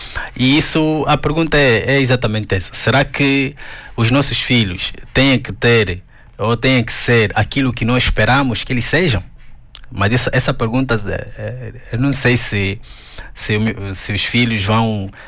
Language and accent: Portuguese; Angola; moved away as an adult; now in Braga, Portugal; estou aqui em Braga com os dois, a eles terem essa vida diferente daquilo que nós já crescemos em Angola.